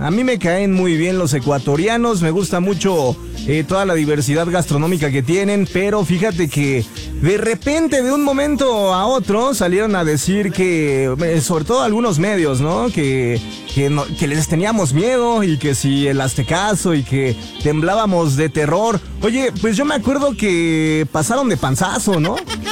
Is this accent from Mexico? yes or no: yes; Mexico